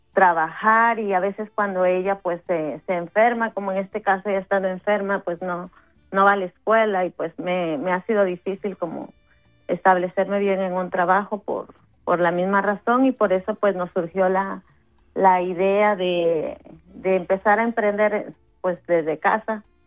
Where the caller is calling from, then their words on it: Boston, Massachusetts, United States; vivo en la ciudad de Boston